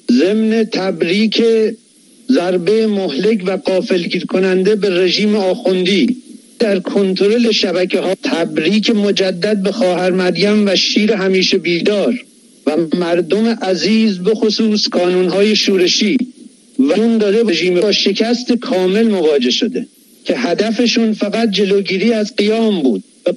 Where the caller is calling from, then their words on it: Karaj, Alborz, Iran; از کرج هستم.